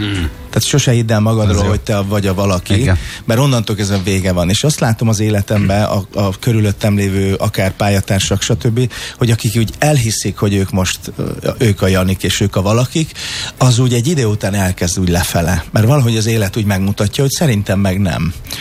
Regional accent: Hungary; born there; moved away; én vidékről jövök, én egy vidéki falusi gyerek vagyok.

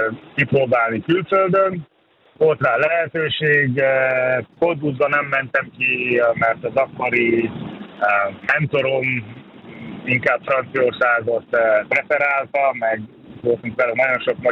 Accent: Dunaújváros, Fejér, Hungary; also born or lived in Lagos, Nigeria; Lagosban születtem, Dunaújvárosban nőttem fel.

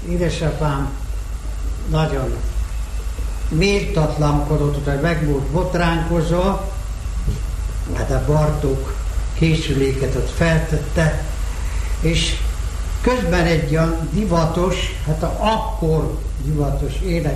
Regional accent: Mureș County, Romania; Erdélyben, Maros-Székely jobbágyterkén születtem, kisdiák koromban. Maros-Vásárhelyen jártam gimnáziumba

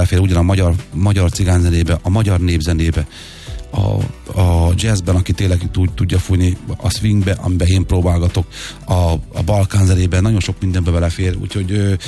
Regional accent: Tiszafüred, Jász-Nagykun-Szolnok, Hungary; én gyerekkoromban, hogy Tiszafüreden éltem, nagyon sok lagzi volt.

